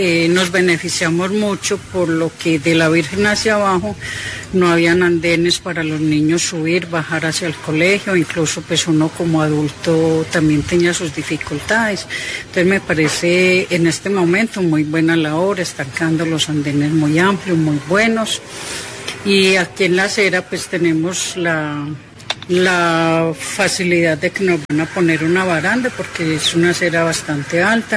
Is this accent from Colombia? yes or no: yes; Colombia; Yo soy de San Antonio desde que tengo uso de razón.